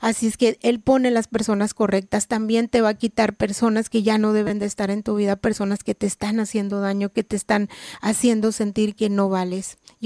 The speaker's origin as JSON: {"language": "Spanish", "town": "Mexicali", "region": "Baja California", "country": "Mexico", "said": "Yo soy de aquí, de Mexicali"}